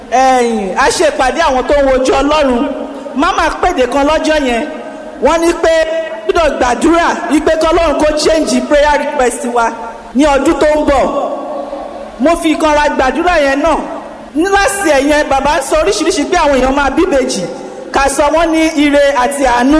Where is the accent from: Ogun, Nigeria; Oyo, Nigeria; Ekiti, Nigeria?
Ogun, Nigeria; Ijebu-Ode; Mo wá láti Ìjẹ́bú-òde.